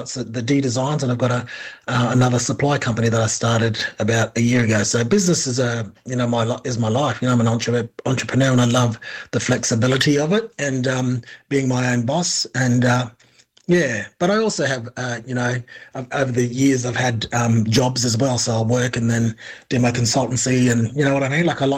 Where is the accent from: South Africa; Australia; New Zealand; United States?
Australia; Darwin, Northern Territory; growing up in Darwin, there's lots of I saw, you know, different Aboriginal people in business.